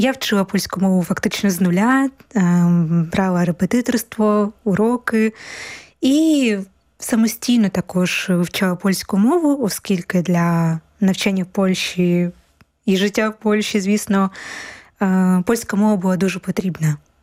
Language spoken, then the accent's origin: Ukrainian; Kharkiv, Kharkiv Oblast, Ukraine; moved away as an adult; now in Poland; Я з міста Харкова. Власне, я народилася у Харкові і жила багато років в місті Харків. Але вже коли приїхала до Польщі, власне, я ще навчалася в місті Харкові